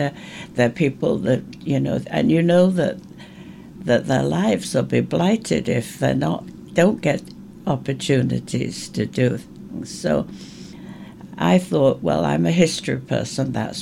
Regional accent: Ireland; now in United Kingdom; my experience of being Irish in Britain.

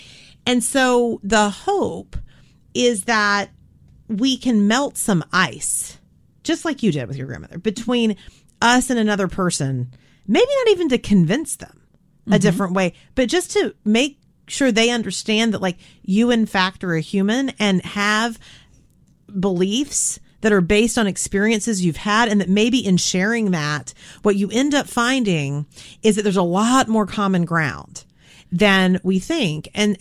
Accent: Texas, United States; I grew up in Texas.

